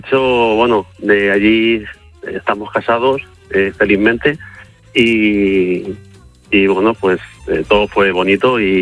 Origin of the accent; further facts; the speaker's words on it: Madrid, Community of Madrid, Spain; Yo soy de Madrid, donde actualmente resido, y mi actual mujer también, ¿no?